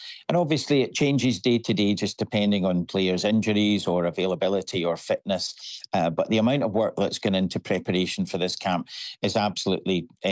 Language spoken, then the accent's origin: English; Scotland, United Kingdom; And of course, everybody knows I'm from Scotland in the stadium. It's kind of hard to hide.